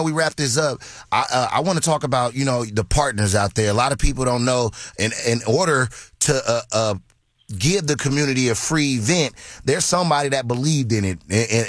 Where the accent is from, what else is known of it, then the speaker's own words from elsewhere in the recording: Oakland, California, United States; I'm from Oakland.